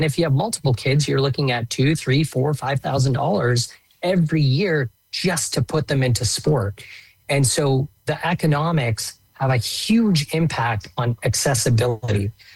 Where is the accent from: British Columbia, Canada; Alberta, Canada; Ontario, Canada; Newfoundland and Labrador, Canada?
British Columbia, Canada; Vancouver; I'm from BC, I was born and raised in Vancouver.